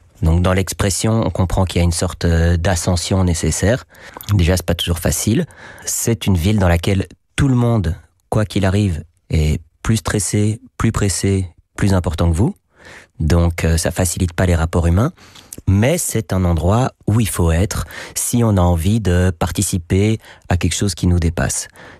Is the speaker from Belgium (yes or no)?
yes; Belgium; en tant que Belge